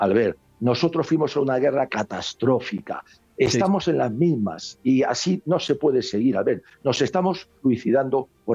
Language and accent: Spanish; Spain; hay que reaccionar, somos los españoles otra vez los que tenemos que movernos.